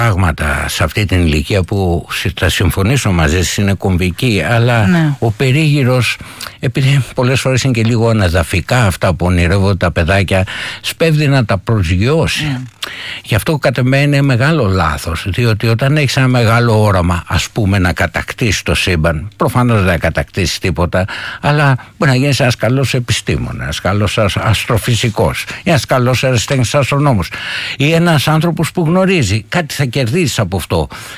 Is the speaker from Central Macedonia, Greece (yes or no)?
no; Athens, Attica, Greece; γεννήθηκα και μεγάλωσα στην Κυψέλη